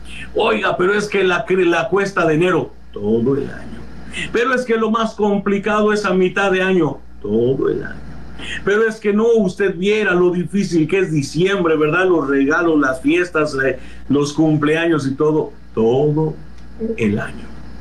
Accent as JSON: {"language": "Spanish", "country": "Mexico", "said": "Tenemos una credencial que nos identifica como ciudadanos mexicanos"}